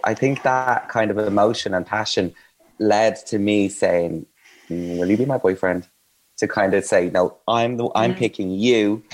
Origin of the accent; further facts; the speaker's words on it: Ireland; I'm Irish.